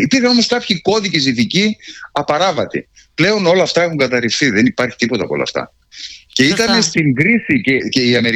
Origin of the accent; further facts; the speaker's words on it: Kozani, Western Macedonia, Greece; στην πόλη μου, στην Κοζάνη.